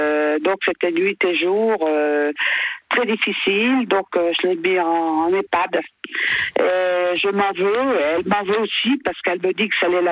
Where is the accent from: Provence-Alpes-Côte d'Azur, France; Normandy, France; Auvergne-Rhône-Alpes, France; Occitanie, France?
Normandy, France; puis je suis venue en Normandie puisque je suis normande.